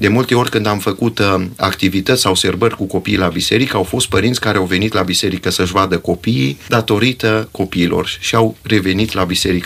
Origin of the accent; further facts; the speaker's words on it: Huedin, Cluj County, Romania; 10 ani de când sunt în parohia Huedin. Sunt născut în Huedin și părinții și bunicii îi am în Huedin, deci am crescut în Huedin. Mă simt acasă în parohia în care sunt.